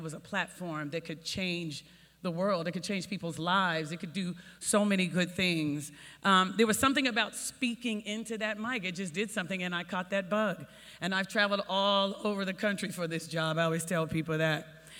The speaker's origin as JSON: {"language": "English", "town": "Killeen", "region": "Texas", "country": "United States", "tie": "born or raised there", "said": "We were growing up in Killeen, Fort Hood area, very, very small city outside of Austin, Texas."}